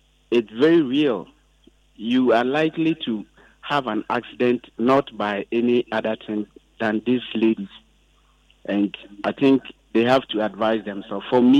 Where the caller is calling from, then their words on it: Arusha, Tanzania; I'm speaking from Asusha.